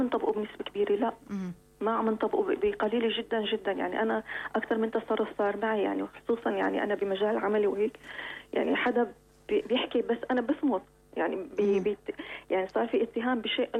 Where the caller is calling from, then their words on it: Hama, Hama Governorate, Syria